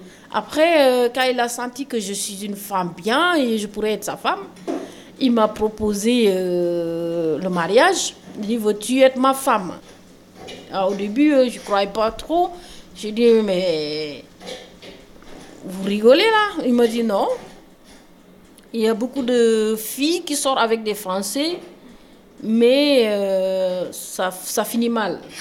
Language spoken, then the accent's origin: French; Senegal; moved away; voilà. Et je suis sénégalaise.